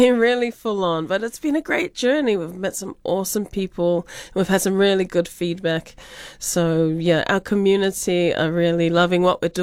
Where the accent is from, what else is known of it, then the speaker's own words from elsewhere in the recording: South Auckland, Auckland, New Zealand; we're all women, we're all Pacific, we're all from South Auckland, but we're very different people.